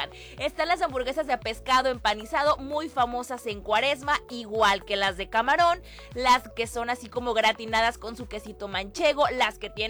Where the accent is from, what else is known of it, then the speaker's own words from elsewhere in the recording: Mexico; nosotros aquí en México lo conocemos como muy americano